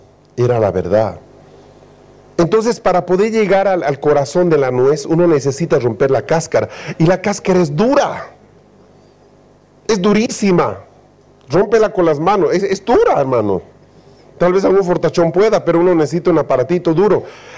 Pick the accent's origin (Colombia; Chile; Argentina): Chile; para nosotros, chilenos, es todo un problema